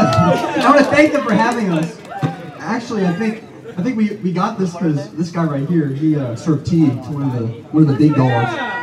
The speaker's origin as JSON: {"language": "English", "region": "Maryland", "country": "United States", "said": "So we're from Calvert County, it's a little south of here."}